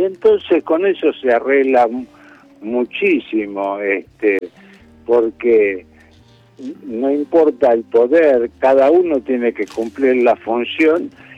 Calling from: San Martín, Buenos Aires Province, Argentina; de San Martín.

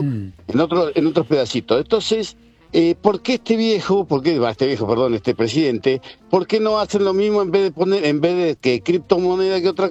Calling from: Cutral Có, Neuquén, Argentina; Soy de acá de Cutralcó, Neuquén, estoy trabajando acá a 20 kilómetros de Vaca Muerta.

